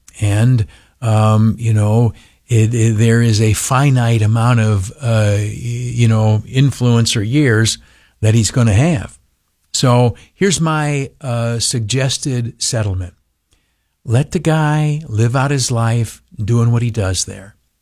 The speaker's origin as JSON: {"language": "English", "region": "New York", "country": "United States", "said": "I'm a hillbilly from the Southern Tier."}